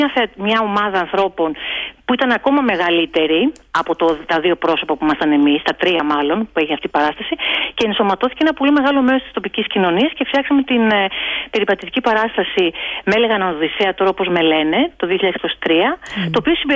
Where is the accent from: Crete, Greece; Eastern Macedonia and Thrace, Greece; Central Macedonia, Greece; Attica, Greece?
Attica, Greece; Athens; also born or lived in Netherlands; now in Donousa, Greece; Είμαι από την Αθήνα, αλλά κατάγομαι από Κέρκυρα. Έχω ζήσει κάποια χρόνια στην περιφέρεια, 2 χρόνια στοιχείο και πολλά χρόνια στο εξωτερικό.